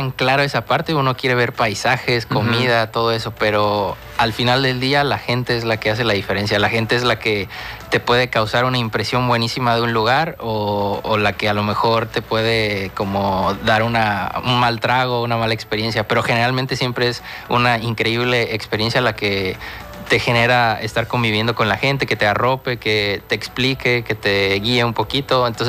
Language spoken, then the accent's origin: Spanish; San Luis Potosí, Mexico; moved away; yo soy de la ciudad de San Luis Potosí, soy mexicano